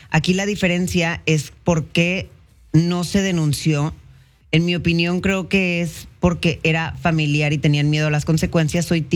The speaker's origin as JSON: {"language": "Spanish", "country": "Mexico", "said": "como lo somos los mexicanos"}